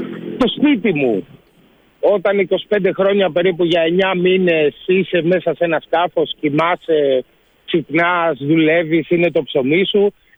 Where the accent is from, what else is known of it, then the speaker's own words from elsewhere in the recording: Piraeus, Attica, Greece; Εμείς που γεννηθήκαμε, Αντώνη, στον Πειραιά, ξέρεις ότι έχουμε μία με τη θάλασσα, έτσι, ένα άλλο contact.